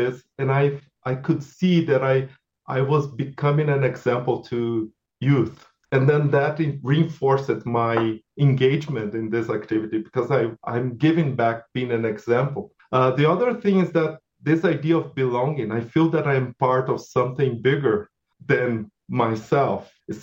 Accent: Brazil; English is a second language; moved away; And sometimes I remember I came from Brazil.

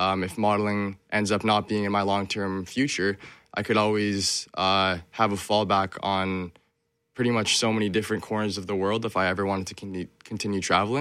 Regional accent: Winnipeg, Manitoba, Canada; And coming from Winnipeg, on my mom's side, I'm Filipino and Slovenian. And then on my dad's side, white, British Canadian, I guess.

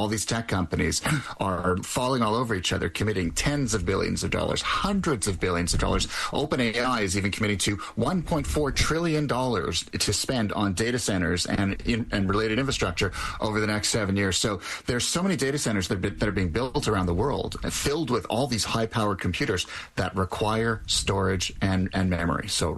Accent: Canada; being Canadian.

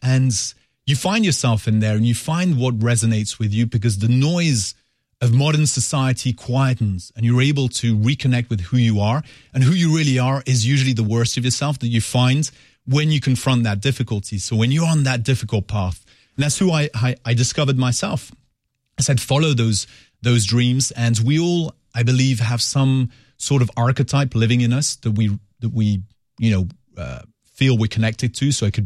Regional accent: Switzerland; also born or lived in France / Colombia; It's very different because I grew up in Switzerland and France, so going to Colombia is very, very different, but it's great for the kids.

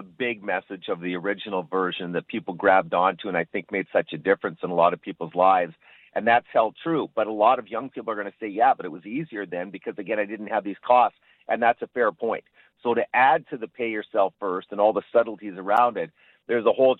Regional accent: Canada; Obviously, I'm Canadian, and we're selling it through Canadian distribution only.

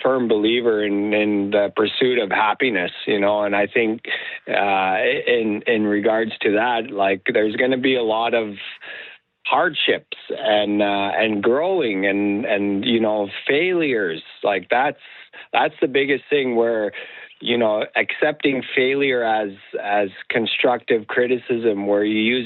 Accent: Nunavut, Canada; growing up in Nunavut and, you know, the survival mode mentality every day, where it was a challenge.

